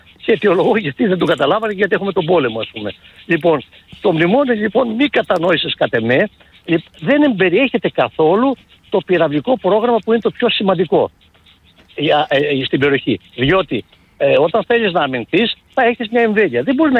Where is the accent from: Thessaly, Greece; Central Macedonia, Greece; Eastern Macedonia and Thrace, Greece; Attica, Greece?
Attica, Greece; Athens; moved away; Γυρίζω στην Αθήνα, στην πατρίδα μου